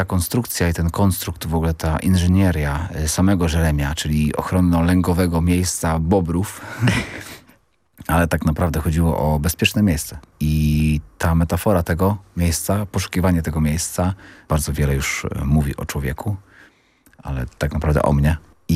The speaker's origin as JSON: {"language": "Polish", "town": "Przemków", "region": "Lower Silesian Voivodeship", "country": "Poland", "tie": "born or raised there", "moved": "yes", "said": "To jest moje rodzinne miasto i mój rodzinny dom"}